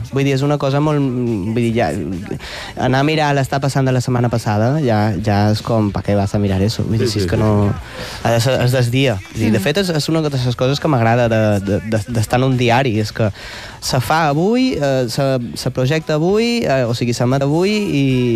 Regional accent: Balearic Islands, Spain; Jo, al final, sóc de Mallorca

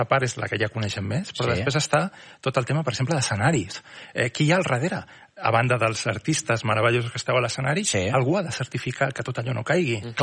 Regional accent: Tarragona, Catalonia, Spain; jo soc de Tarragona.

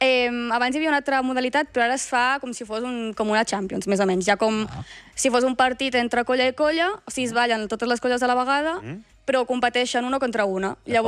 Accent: Torroella de Montgrí, Catalonia, Spain; now in Barcelona, Spain

